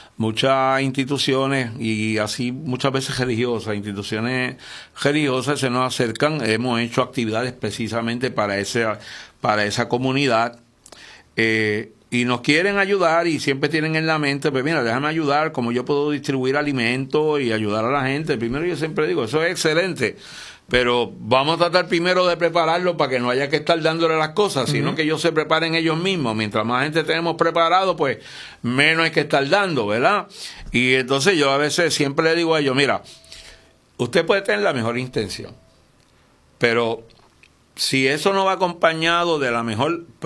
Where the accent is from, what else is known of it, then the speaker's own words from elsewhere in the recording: Aguada, Puerto Rico; yo soy de Aguada, acuérdate.